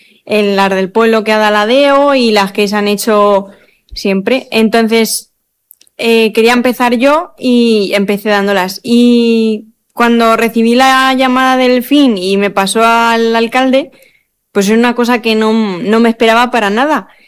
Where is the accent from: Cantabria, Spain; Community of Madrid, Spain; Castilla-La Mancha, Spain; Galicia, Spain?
Castilla-La Mancha, Spain; Pedro Muñoz